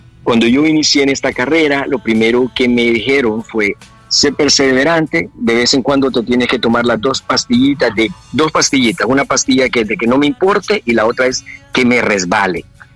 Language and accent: Spanish; El Salvador; moved away; por sentirme orgulloso de ser salvadoreño y estar representando a El Salvador fuera de las fronteras de El Salvador